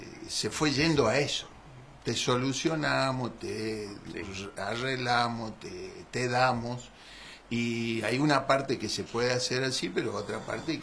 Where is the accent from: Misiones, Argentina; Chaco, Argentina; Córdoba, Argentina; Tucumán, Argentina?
Chaco, Argentina; Sáenz Peña; born there; also born or lived in Barranqueras; Si yo nací en Cespeña.